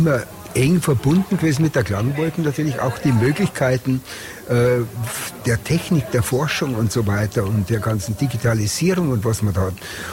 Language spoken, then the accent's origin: German; Munich, Bavaria, Germany; in meiner Heimatstadt München